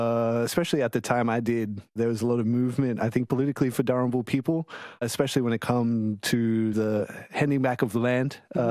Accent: Rockhampton, Queensland, Australia; Have fantastic experience growing up in Rockhampton, surrounded by so much family. I think it's hard growing up in a place where you're related to everyone.

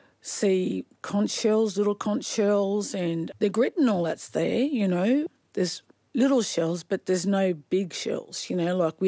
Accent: Sydney, New South Wales, Australia; born there; Well, I was born in Sydney, so I'm very much connected with my languages from Goombangi, Yagal, North Coast, all the way down to La Perouse and then down to Rook Bay and Jervis Bay.

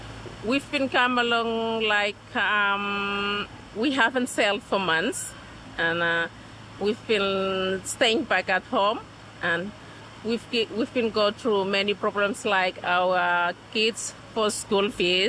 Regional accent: Tanna, Tafea, Vanuatu; and I'm from Tana.

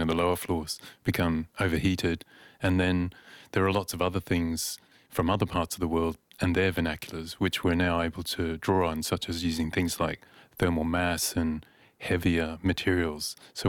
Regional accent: Queensland, Australia; And I was really fascinated to see that coming, growing up in Queensland, and realizing there's other ways to deal with heat.

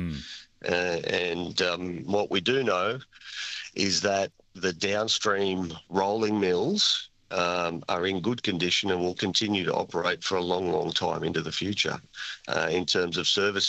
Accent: Australia; But for us and our future plans as an Australian company, and I'm Australian and for Australia first, unashamedly

